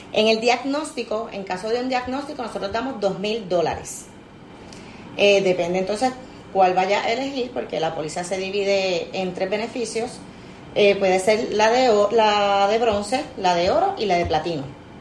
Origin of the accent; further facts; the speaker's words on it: Ponce, Puerto Rico; Pues yo vengo de Ponce.